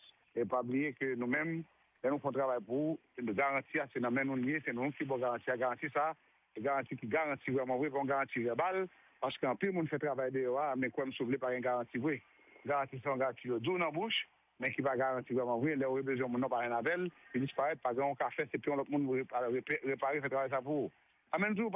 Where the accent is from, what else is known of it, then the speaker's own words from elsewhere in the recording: Haiti; Et on est haïtien, quand on travaille sérieux dans la communauté, mais on supporte une communauté haïtienne